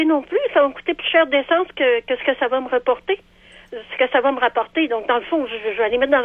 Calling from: Frampton, Quebec, Canada; moi, j'habite à Frampton

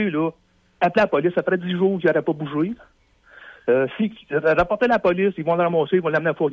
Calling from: Trois-Rivières, Quebec, Canada

